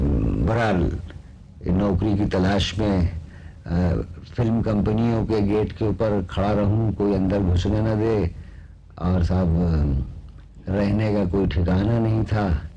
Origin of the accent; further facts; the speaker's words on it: Lucknow, Uttar Pradesh, India; लखनऊ का रहने वाला हूँ, लखनऊ में उस्ताद बब्बन साहब मरहूम अल्लाह बख्शे उनकी नवाजिश रही मुझ पर